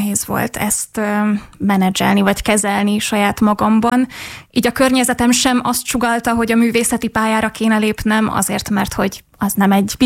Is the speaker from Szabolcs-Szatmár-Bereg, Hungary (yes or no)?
no; Vonyarcvashegy, Zala, Hungary; én vonyarcvashegyi származású vagyok.